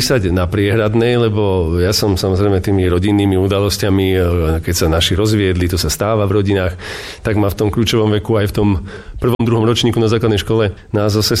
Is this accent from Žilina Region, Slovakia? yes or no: yes; Vrútky, Žilina Region, Slovakia; also born or lived in Martin / Priekopa; Narodil som sa v Martine, to je podstatné a na to som hrdý. A časť detstva som prežil v tej Priekope u starej mami, to podstatnú. A potom s rodičmi vo Vrútkach, kde som chodil teda aj na základnú školu.